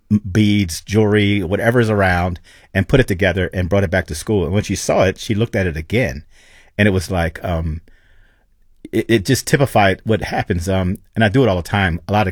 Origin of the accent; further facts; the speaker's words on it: New Jersey, United States; I'm from New Jersey where we have beaches and boardwalk and sand, but I like home and I like watching people tell stories.